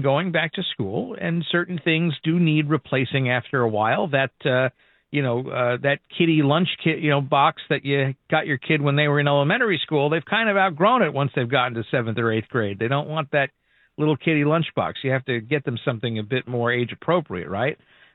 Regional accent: New York, United States; moved away as an adult; now in Fort Lauderdale, United States; I grew up in New York. I've been in Florida for 20 years.

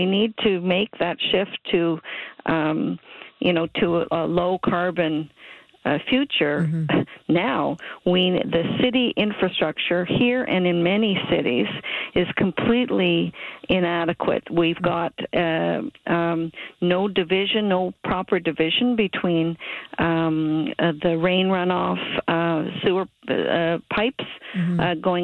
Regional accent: Ontario, Canada; born or raised there; also born or lived in Toronto

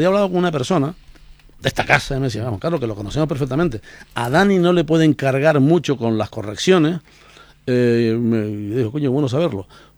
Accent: Canary Islands, Spain; playa del Médano en mi tierra

